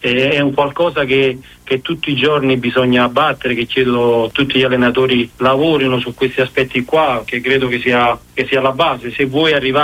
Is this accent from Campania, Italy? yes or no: yes; Naples, Campania, Italy; soprattutto per me da napoletano